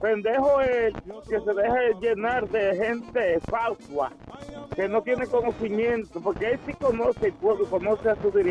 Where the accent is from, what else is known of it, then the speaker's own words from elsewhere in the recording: Mao, Valverde, Dominican Republic; en nuestro municipio de Mao